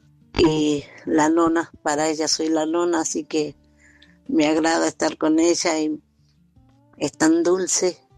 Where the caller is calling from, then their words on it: Pergamino, Buenos Aires Province, Argentina; de Pergamino. Llamo para saludarte y el otro día cuando hablamos me olvidé decirte que tengo un hermano en Necochea.